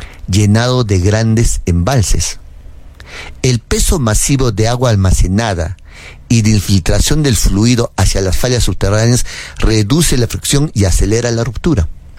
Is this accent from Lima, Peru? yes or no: no; Arequipa, Peru; en Cayoba, mi tierra